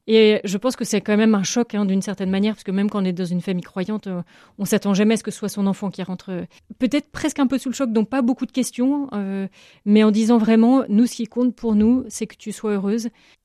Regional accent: Lannion, Brittany, France; J'ai grandi dans les Côtes d'Armor, donc voisine d'ici, à Lannion. Dans une famille chrétienne pratiquante, famille nombreuse

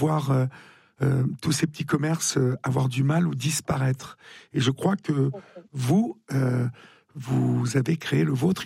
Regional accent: Évreux, Normandy, France; Je suis originaire d'Évreux, donc j'ai connu le centre-ville d'Évreux avant qu'il n'y ait ces grands malls qui se construisent autour.

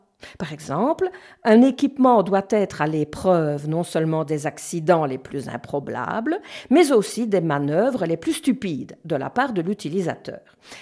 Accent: Belgium; Chez nous

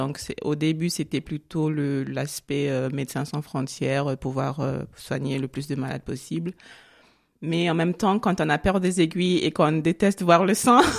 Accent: Gabon; also born or lived in Kinshasa, DR Congo / Kenya; now in France; alors moi je suis originaire du Congo, Kinshasa, RDC. Donc même si je n'ai pas grandi là-bas, j'ai plutôt grandi au Gabon. Et ensuite, après, j'ai continué mes études au Kenya.

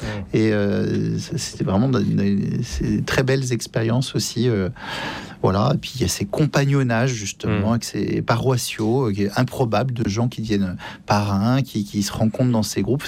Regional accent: France; Et puis quand on est français, que voulez-vous, on se refait pas.

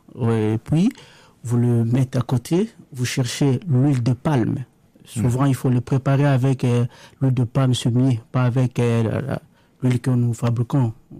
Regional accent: DR Congo; first language Lingala; French is a second language; Du Congo-Kinshasa. Je viens de Congo-Kinshasa, la RDC.

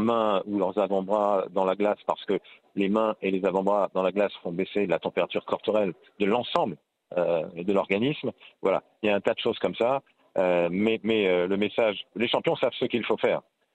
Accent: Grand Est, France; now in Paris, France; je suis un Parisien originaire d'Alsace.

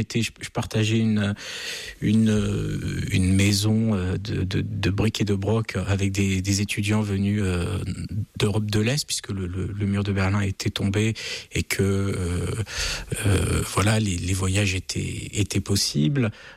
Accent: France; Je suis français, je vis en France.

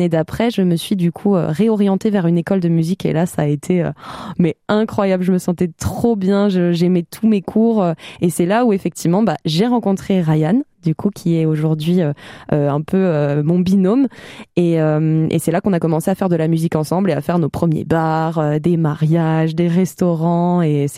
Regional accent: Grand Est, France; moved away as an adult; also born or lived in Toulouse; je suis partie donc à Toulouse parce que j'ai grandi en Alsace. Je suis pas originaire de Toulouse.

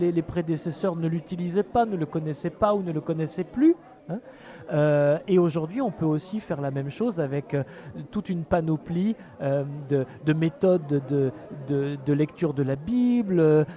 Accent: Rennes, Brittany, France; born there; also born or lived in Paris; now in Toulouse, France; Oui, je suis né en Bretagne, à Rennes. Et la vie m'a conduit de Rennes à Paris pour mes études de lettres à l'époque et puis de Paris dans le Midi

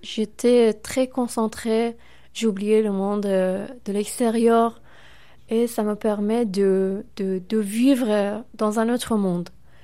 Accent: Iran; Oui, ma première fois que je suis sortie de l'Iran, j'avais seulement 8 ans et demi. Mon premier voyage, c'était en Espagne.

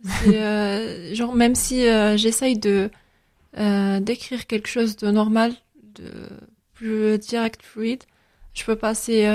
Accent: Tarragona, Catalonia, Spain; French is a second language; moved away; Ah, de Tarragone. Oui, je suis née en Tarragone en 2001. Et après, là-bas, j'ai fait des études dans un village qui s'appelle El Morell.

